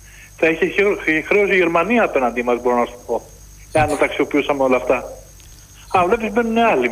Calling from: Piraeus, Attica, Greece; από Πειραιά

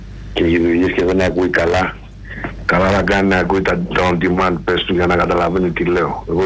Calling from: London, United Kingdom; Καλησπέρα … από Λονδίνο.

